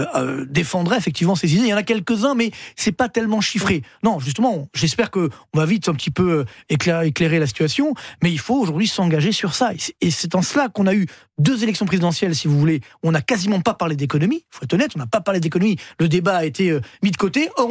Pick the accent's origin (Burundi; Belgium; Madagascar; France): France; Orly, Île-de-France; je viens des cités HLM d'Orly.